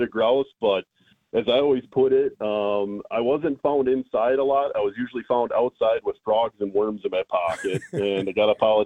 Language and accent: English; Wisconsin, United States; I went to school here in Wisconsin born and bred in Clark County, and grew up hunting a lot in Clark County and Taylor County, the National Forest area.